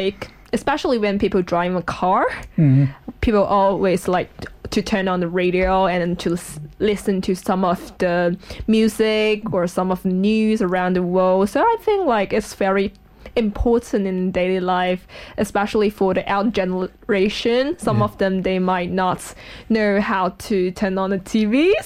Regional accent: China; English is a second language; I'm originally from China, and right now we are international student

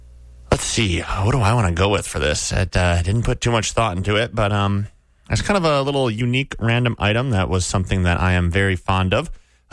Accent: Westby, Wisconsin, United States; moved away; also born or lived in Duluth, Minnesota; if we're going all the way back to my hometown in Southwest Wisconsin, I'm going to throw out the Westby, Wisconsin Sit and Demise Celebration. Lots of Norwegians there.

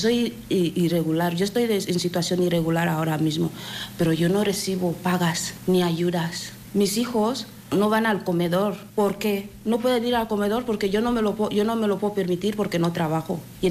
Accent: Equatorial Guinea; moved away as an adult; now in Ejea de los Caballeros, Spain; Vinimos de Guinea de una forma súper inesperada.

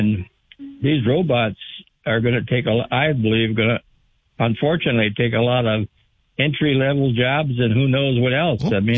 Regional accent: Perham, Minnesota, United States; I grew up in Perm, Minnesota

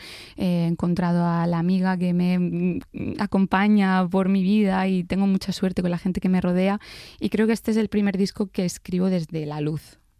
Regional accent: Granada, Andalusia, Spain; hecho, yo me fui de Granada por una ruptura amorosa y el duelo que yo pasé no fue por la ruptura, fue por la ruptura con irme de Granada.

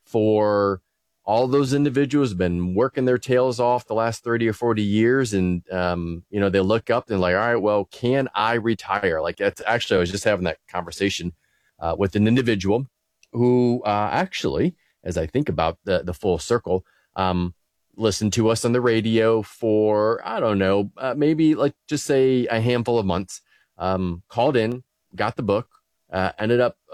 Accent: Ohio, United States; born there; we are here in Ohio, actually thinking of the team, all born and raised in Ohio.

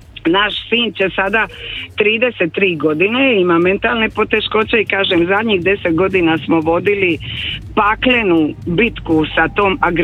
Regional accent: Croatia; obukla sam hrvatski dres, jer sam došla iz Hrvatske.

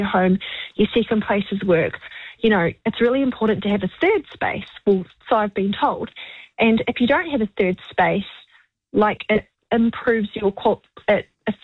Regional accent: Christchurch, Canterbury, New Zealand; So I'm 29 and I am from Christchurch. So I'm calling from Christchurch. So I don't have the perspective of being from Auckland or Wellington or anywhere up north.

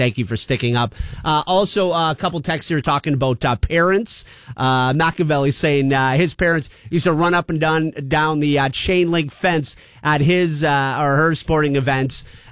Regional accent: Sudbury, Ontario, Canada; growing up in Sudbury, I learned a lot of swear words in French.

